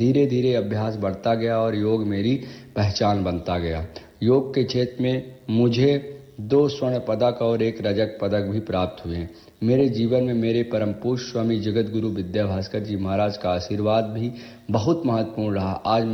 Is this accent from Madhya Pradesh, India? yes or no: yes; Rewa, Madhya Pradesh, India; मैं मध्य प्रदेश के रीवा जिले का रहने वाला हूँ और मुझे लोग … के नाम से भी जानते हैं।